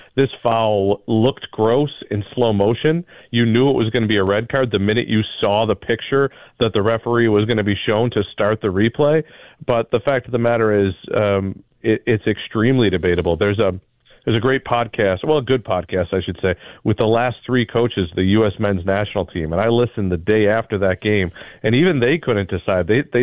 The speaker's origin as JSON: {"language": "English", "country": "United States", "said": "as an American"}